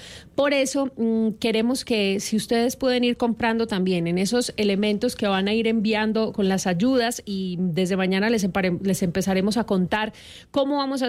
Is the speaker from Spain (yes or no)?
no; Colombia; como lo que somos, colombianos